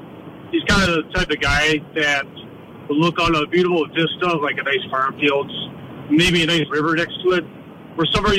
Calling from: Marshall, Wisconsin, United States; out of Marshall.

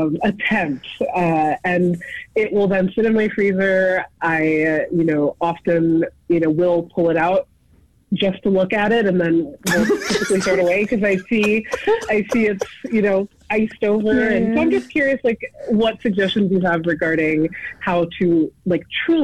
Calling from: St. Paul, Minnesota, United States; I'm calling from St. Paul, Minnesota.

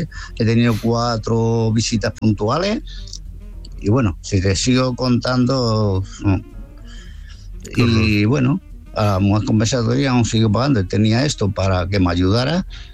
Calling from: Málaga, Andalusia, Spain; Buenas noches, Álvaro. … de Málaga.

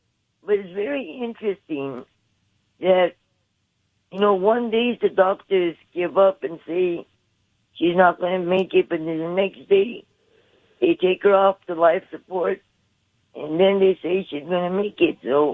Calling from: Denver, Colorado, United States; I'm calling from Denver, Colorado.

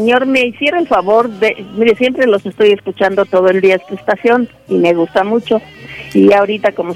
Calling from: Mexico City, Mexico; De Santa Isabel Tola

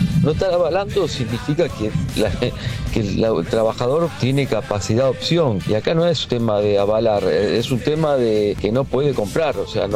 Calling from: Haedo, Buenos Aires Province, Argentina

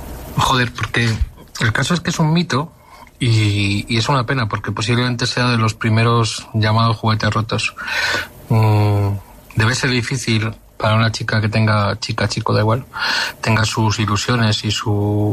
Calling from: Madrid, Community of Madrid, Spain; de Madrid.

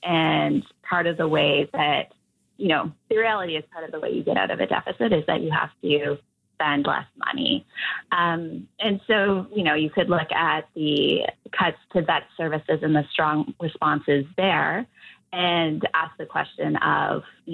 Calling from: Nova Scotia, Canada; I'm calling from Nova Scotia.

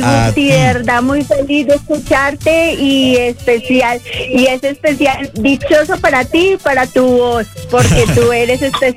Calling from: Bogotá, Colombia; Vivo en Suba, Lisboa.

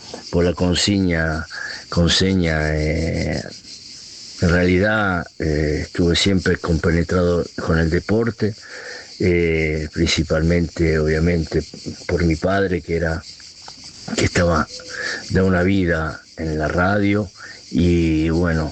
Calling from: Rome, Lazio, Italy; de Roma, provincia de Roma

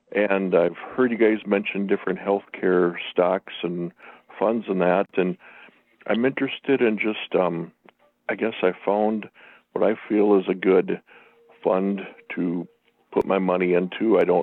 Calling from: Minneapolis, Minnesota, United States

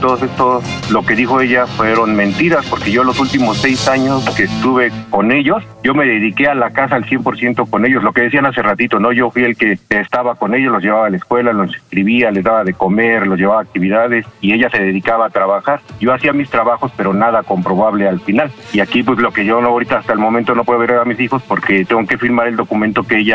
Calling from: Iztacalco, Mexico City, Mexico; De aquí, de Iztacalco.

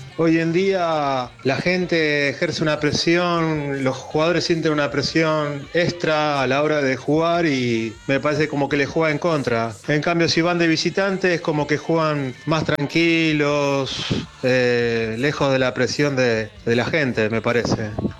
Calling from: Morón, Buenos Aires Province, Argentina; soy de Morón.

